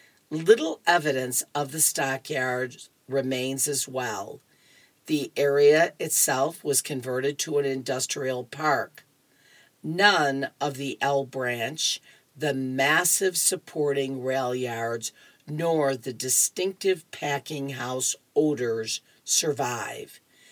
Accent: Chicago, Illinois, United States; I was from the South Side originally.

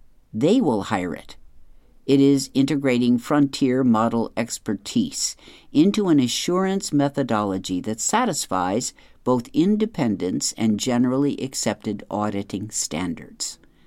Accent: Pennsylvania, United States; In my home state of Pennsylvania, for example, school districts banned nearly 300 books between 2023 and 2025.

